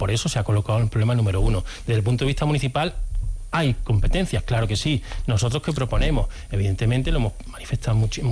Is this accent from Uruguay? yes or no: no; San Fernando, Andalusia, Spain; born there; now in Seville, Spain; No, nací en San Fernando.